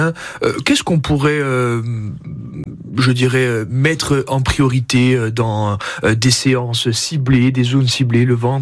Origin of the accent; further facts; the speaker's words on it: Corsica, France; Chez nous, en Corse